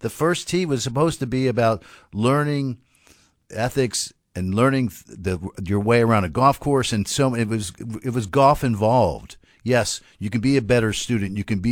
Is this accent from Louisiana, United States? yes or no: no; Washington, District of Columbia, United States; now in Maryland, United States; My hometown is Washington D.C., which has so it's the city of Washington, which is not a state, but it's almost like the tri-state area